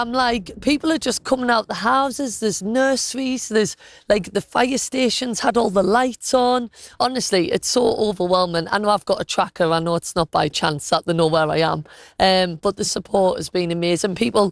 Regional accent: Sunderland, North East England, United Kingdom; But I'm from Sunderland, so I'm used to it.

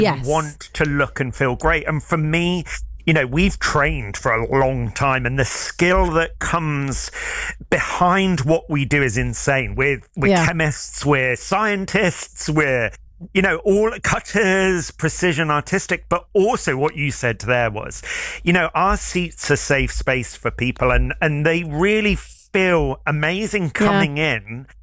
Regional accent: South West England, United Kingdom; moved away as an adult; now in London, United Kingdom; I was brought up down in Somerset. I trained in Somerset.

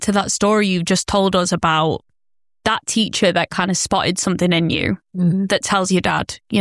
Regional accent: Manchester, North West England, United Kingdom; me, I think it was growing up in Manchester, starting to rave when I was probably a bit too young.

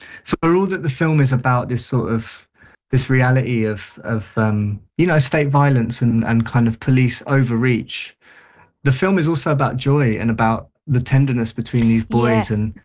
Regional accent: London, United Kingdom; It was a similar deal in where I grew up in South London.

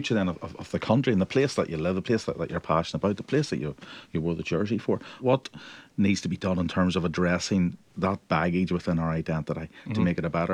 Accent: Northern Ireland, United Kingdom; My kids are growing up in a very different Northern Ireland than when I grew up

